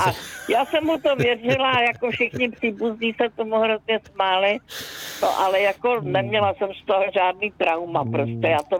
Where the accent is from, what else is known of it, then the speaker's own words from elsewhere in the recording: Prague, Czechia; born there; now in České Budějovice, Czechia; já jsem se narodila v Praze. Žiju teda v Českých Budějovicích a už jsem stará, hodně stará baba.